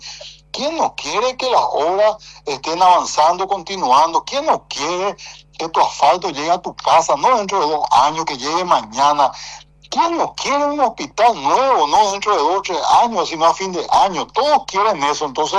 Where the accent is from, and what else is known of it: Paraguay